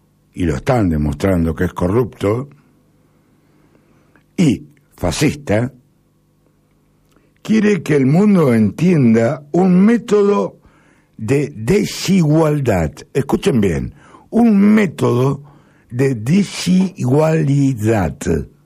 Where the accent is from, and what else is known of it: Argentina